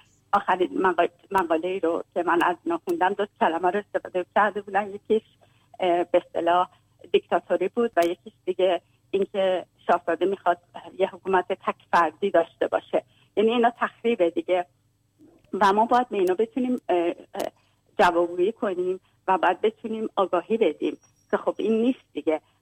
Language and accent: Persian; Iran; حتی خود من به عنوان یه ایرانی خب انقدر دقیق نمیدونم